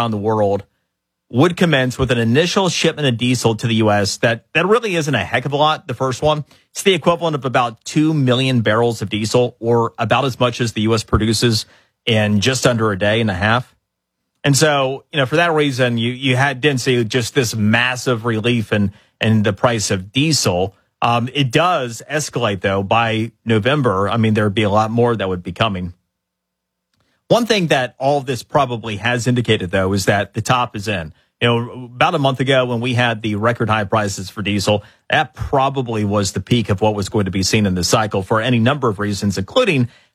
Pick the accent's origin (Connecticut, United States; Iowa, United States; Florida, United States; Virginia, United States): Florida, United States; this has been something I literally have been working on in my home state of Florida